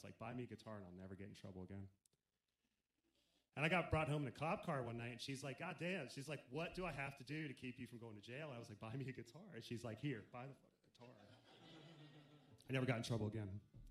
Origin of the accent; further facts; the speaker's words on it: Franklin, Pennsylvania, United States; I'm from Western Pennsylvania. There are no bass players in Franklin, Pennsylvania at that time at all.